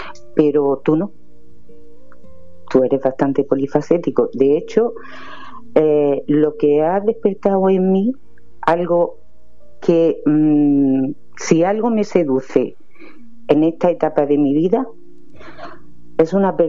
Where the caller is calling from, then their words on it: Granada, Andalusia, Spain; soy la amiga de María Rosa … de Granada.